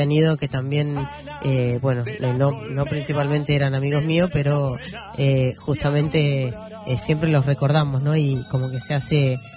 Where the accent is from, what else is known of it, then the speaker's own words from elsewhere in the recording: Santa Cruz, Argentina; nuestra identidad cultural santacruceña